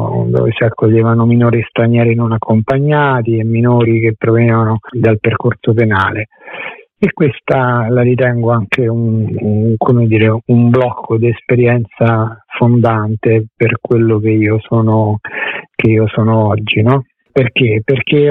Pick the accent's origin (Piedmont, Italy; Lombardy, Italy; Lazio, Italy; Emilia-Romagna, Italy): Lazio, Italy; Rome; Io sono nato e cresciuto a Roma, sono entrato in seminario, al Seminario Romano Maggiore